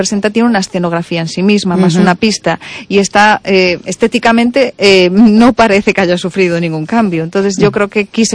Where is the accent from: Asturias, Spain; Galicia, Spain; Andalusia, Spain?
Galicia, Spain; Vilalba; yo soy de Vilalba, Lugo